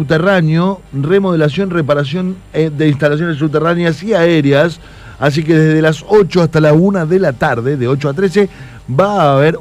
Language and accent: Spanish; France; nosotros los que nacimos, nosotros los nacidos y criados en Francia, le decimos Leloa.